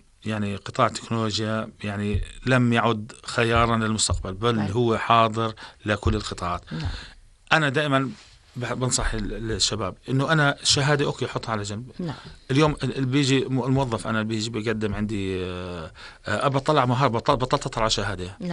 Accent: Jordan; فإحنا اليوم في صار عندنا بالأردن في مجلس يعني من رئاسة الوزراء مجلس الذكاء الاصطناعي، وأنا عضو في مجلس الـ AI كمان بالأردن

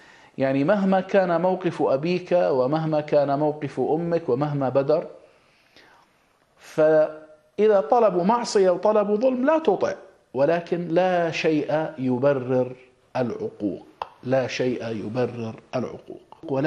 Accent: Jordan; يعني البر والصلة والطاعة للوالدين من مميزات مجتمعنا الأردني بفضل الله تعالى.

